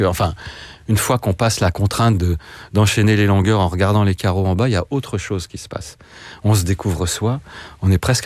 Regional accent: Grenoble, Auvergne-Rhône-Alpes, France; moved away; Je viens de Grenoble, on vit dans une cuvette et on grandit autour de 3 massifs, énormes et magnifiques

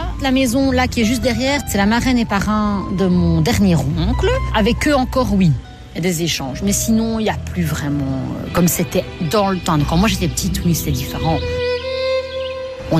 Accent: Belgium; Moi, je suis belge maintenant et j'ai grandi ici, je suis née ici. Donc, je suis... Oui, il y a cette transmission italienne, j'aime bien être en Italie, j'ai tout. J'ai fait mes études ici, je travaille ici

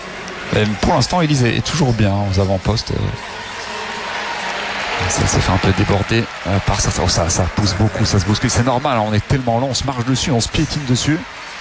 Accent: Belgium; chez nous en Belgique.

